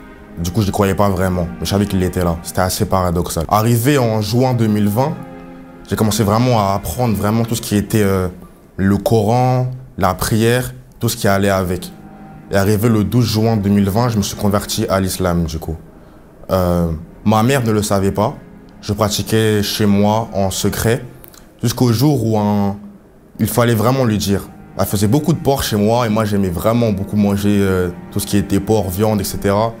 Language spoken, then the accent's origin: French; Paris, Île-de-France, France; J'ai grandi à Paris avec ma mère et pas mon père